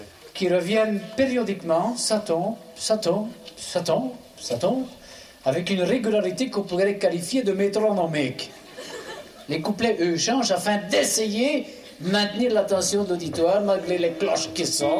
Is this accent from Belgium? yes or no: yes; Écaussinnes, Wallonia, Belgium; Je ne sais pas si vous le savez, mais je suis une fleur de province. Et vous voyez, je suis originaire d'Écossine.